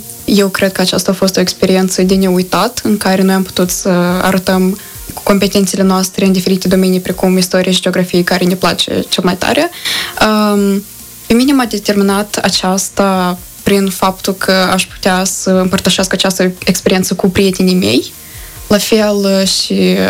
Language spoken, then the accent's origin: Romanian; Chișinău, Moldova; Da, eu sunt din municipiul Chișinău, reprezint școala Mihail Covânceanu.